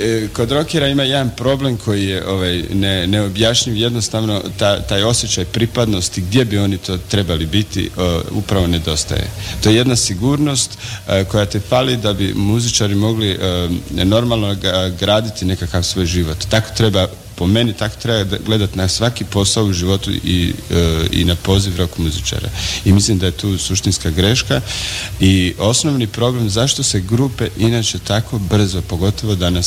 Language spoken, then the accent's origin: Croatian; Sanski Most, Federation of Bosnia and Herzegovina, Bosnia & Herzegovina; moved away; Ja sam iz Sanskog mosta, samo moji još uvijek žive u Sanskom mostu, ja sam otišao davno, mislim, i žena i djeca su tamo i tako, pustio sam korijene.